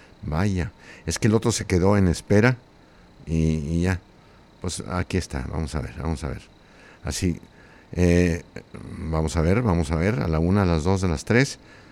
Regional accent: Tlaltenango, Zacatecas, Mexico; moved away; soy de un pueblo que se llama Tlaltenango, Zacatecas. Yo comencé allá en mi pueblo

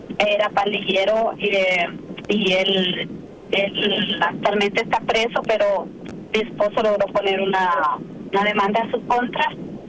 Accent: El Salvador; Salvador.

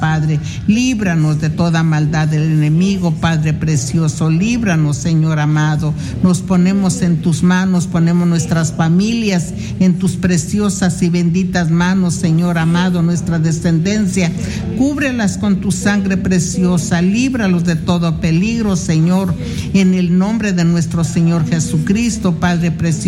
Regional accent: Izúcar de Matamoros, Puebla, Mexico

